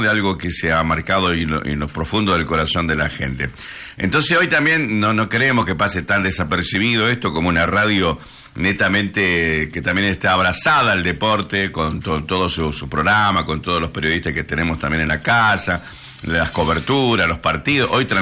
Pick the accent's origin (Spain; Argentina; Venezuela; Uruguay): Argentina; igual somos argentinos